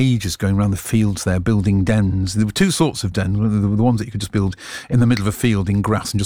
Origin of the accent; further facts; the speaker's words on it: East Midlands, United Kingdom; I grew up in Bestwood, on the edge of the estate there, towards Bestwood Lodge